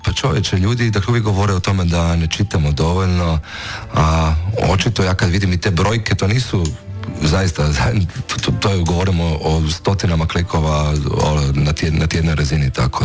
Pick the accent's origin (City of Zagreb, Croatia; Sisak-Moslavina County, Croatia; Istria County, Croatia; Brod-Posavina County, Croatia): City of Zagreb, Croatia; Zagreb; kao rođeni Zagrepčanin imam zaista kompliciran odnos sa svojim rodnim gradom.